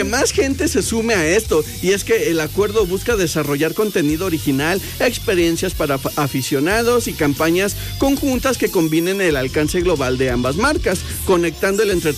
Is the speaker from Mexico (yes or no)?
yes; Mexico; como uno como mexicano